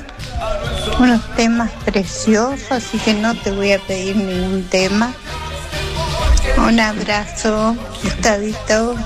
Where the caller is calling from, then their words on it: San Jorge, Santa Fe, Argentina; de San Jorge, Santa Fe.